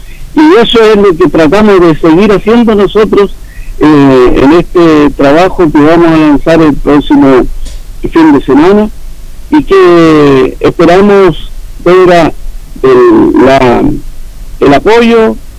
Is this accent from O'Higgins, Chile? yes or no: yes; Lolol, O'Higgins, Chile; Somos de Lolol, yo soy de Lolol